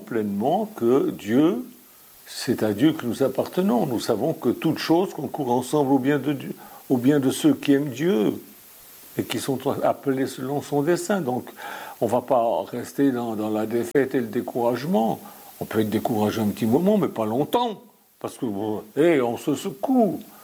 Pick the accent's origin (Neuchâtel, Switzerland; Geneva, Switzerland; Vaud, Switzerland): Vaud, Switzerland; Lausanne; also born or lived in Chexbres, Lavaux; Je suis né à Lausanne, en Suisse, dans le canton de Vaud.